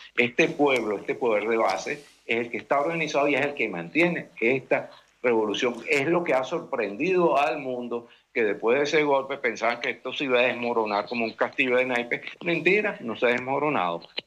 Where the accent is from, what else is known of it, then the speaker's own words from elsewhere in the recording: Venezuela; el pueblo venezolano, el pueblo soberano, el pueblo, los hijos de Guaycaipuro, de Bolívar y de Chávez, vamos a sacar esta patria adelante.